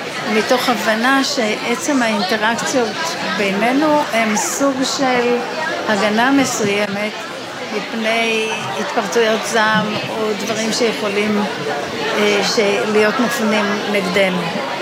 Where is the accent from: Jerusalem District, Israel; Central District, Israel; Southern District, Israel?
Southern District, Israel; Be'eri; born there; נולדתי להורים שהם מייסדי בערי